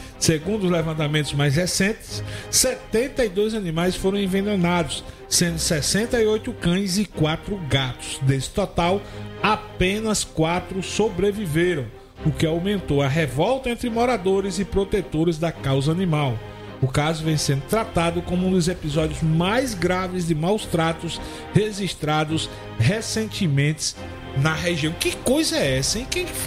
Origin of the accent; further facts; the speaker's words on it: Paraíba, Brazil; now in João Pessoa, Brazil; enquanto paraibano, enquanto morador de João Pessoa